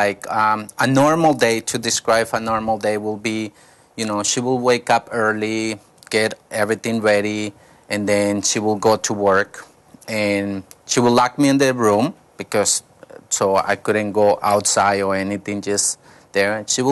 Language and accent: English; Bogota, Bogotá Capital District, Colombia; English is a second language; I grew up in the countryside of the main city, Bogota. So I'm from Colombia. The capital is Bogota. So I grew up outside the city till I was 5 years old with my grandma.